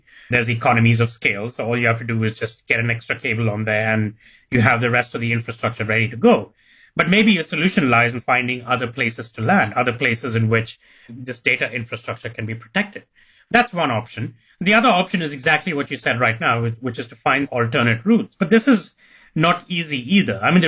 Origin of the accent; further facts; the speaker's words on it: India; I'm from India